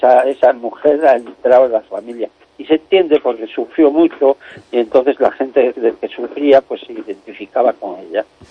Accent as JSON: {"language": "Spanish", "town": "Santillana del Mar", "region": "Cantabria", "country": "Spain", "moved": "yes", "said": "yo soy cántabro, he estado muchos años fuera."}